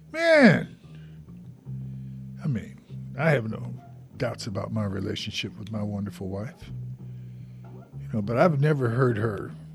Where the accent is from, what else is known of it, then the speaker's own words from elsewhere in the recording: Joliet, Illinois, United States; I was raised in Joliet, Illinois, some 50 miles south, kind of east of Chicago. I learned how to drive in Chicago.